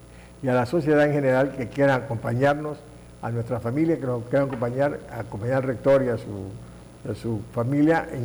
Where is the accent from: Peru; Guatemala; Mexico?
Mexico; Tabasco; aquí somos tabasqueños